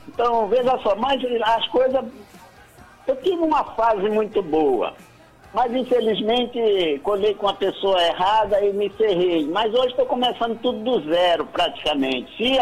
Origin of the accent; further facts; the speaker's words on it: Água Preta, Pernambuco, Brazil; born there; moved away; Eu nasci num lugar chamado Água Preta, aí perto de Palmares.